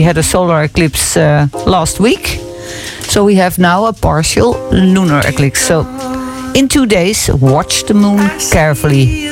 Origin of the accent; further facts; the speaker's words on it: Netherlands; I'm from the Netherlands and I'm in the mix.